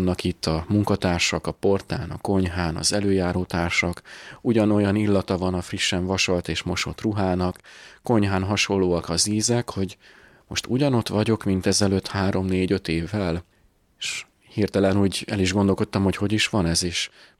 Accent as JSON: {"language": "Hungarian", "town": "Dunakeszi", "region": "Pest", "country": "Hungary", "tie": "born or raised there", "said": "Egy katolikus családban születtem, Dunakesziről származom, hárman vagyunk testvérek"}